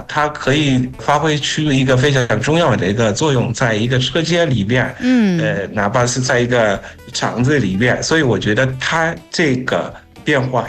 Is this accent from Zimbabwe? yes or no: yes; Zimbabwe; Chinese is a second language